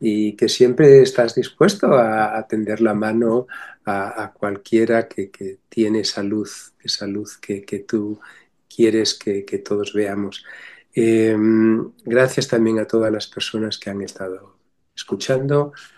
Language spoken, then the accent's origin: Spanish; Extremadura, Spain; Soy extremeño profundo, pero no se nota.